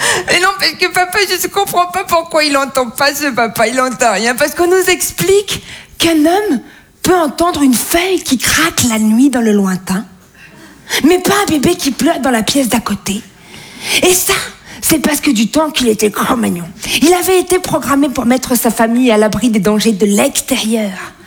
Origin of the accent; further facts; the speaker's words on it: Toulon, Provence-Alpes-Côte d'Azur, France; born there; je suis née en 1996 à Toulon. Tout le monde voit Toulon, la Côte d'Azur, les gros bateaux, les milliardaires. C'est pas là, c'est juste avant.